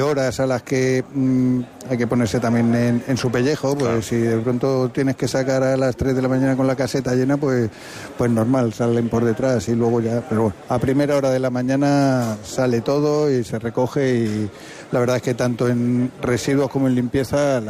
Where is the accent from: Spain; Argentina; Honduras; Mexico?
Spain; Madrid, Community of Madrid; now in La Línea de la Concepción, Spain; Yo soy madrileño